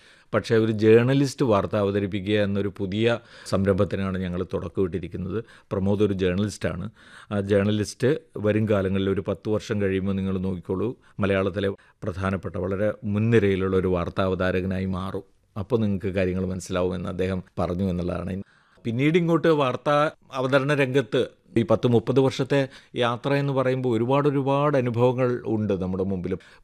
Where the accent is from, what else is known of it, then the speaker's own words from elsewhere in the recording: Ravaneeswaram, Kerala, India; moved away; ഞാനൊരു ഗ്രാമപ്രദേശത്തു നിന്നാണ് വരുന്നത്, രാവണീശ്വരം എന്ന് പറയുന്ന കാസർഗോഡ് ജില്ലയിലെ ഗ്രാമപ്രദേശത്ത്.